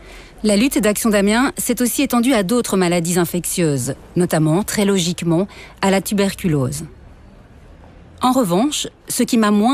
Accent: Belgium; Et chez nous, en Belgique, sa mémoire se perpétue

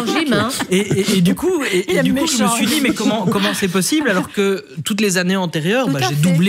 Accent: La Louvière, Wallonia, Belgium; born there; c'est vrai qu'on a fait des dingueries quand on était jeunes à l'Athénée provinciale de la Louvière

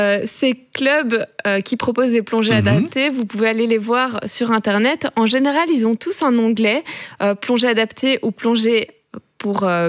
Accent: Belgium; mélanges, hein, nous les Belges.

